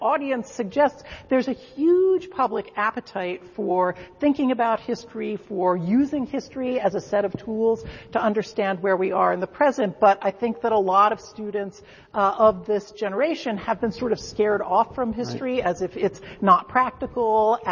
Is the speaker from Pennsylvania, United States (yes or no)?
yes; Philadelphia, Pennsylvania, United States; Well, I think Philadelphia really is, and so it's my hometown, so I'm a little bit biased, but I really do think Philadelphia is an amazing place